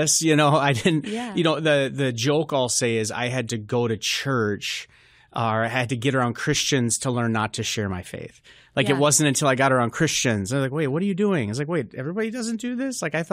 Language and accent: English; North Dakota, United States; So I mentioned a little bit, but I'm from North Dakota, which I know people watching this, that's like a common vacation spot for a lot of people.